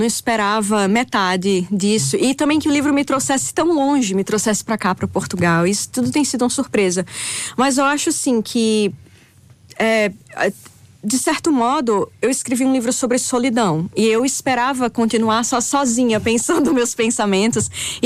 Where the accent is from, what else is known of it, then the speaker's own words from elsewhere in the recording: Northeast Region, Brazil; do Nordeste do Brasil também, que é de onde eu sou.